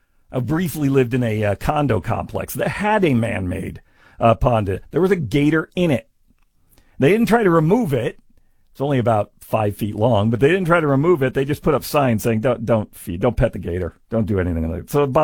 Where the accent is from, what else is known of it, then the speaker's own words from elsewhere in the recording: California, United States; moved away; I was born in California. I was from California.